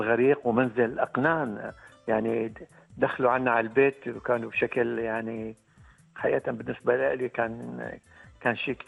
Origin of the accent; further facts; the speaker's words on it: Latakia, Latakia Governorate, Syria; بالمدينة طبعا مدينتي اللاذقية مدينة أنا يعني ممكن بقول انصلبت عليها وانتميت لها.